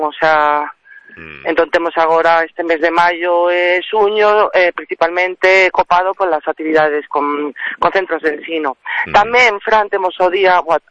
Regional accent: A Coruña, Galicia, Spain; eu son coruñesa, a celebración nas praias sempre se fixo, pero con responsabilidade.

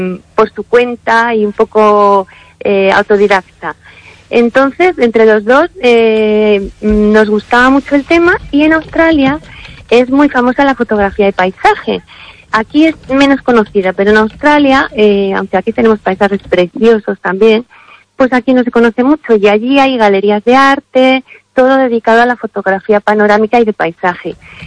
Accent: Madrid, Community of Madrid, Spain; also born or lived in Galicia; mi familia es gallega. Entonces, aunque yo soy de Madrid, pues mi origen está aquí y tengo casa en una aldea de Orense

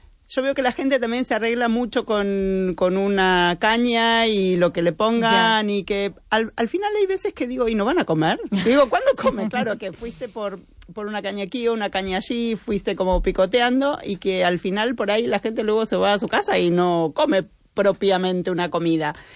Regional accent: Canada; Spanish is a second language; Y en Canadá, de donde soy, es que comida es, bueno...

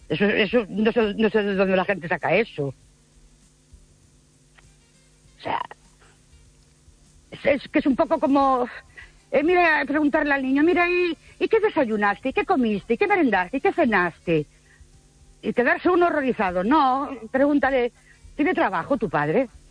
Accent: Ourense, Galicia, Spain; de Orense otra vez.

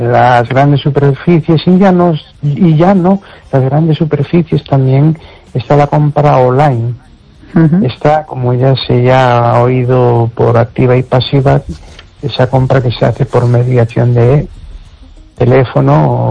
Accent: Amoeiro, Galicia, Spain; de Un Pueblo de Amoeiro.

